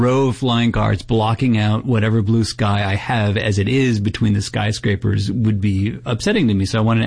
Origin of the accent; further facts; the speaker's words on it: New York, United States; as a New Yorker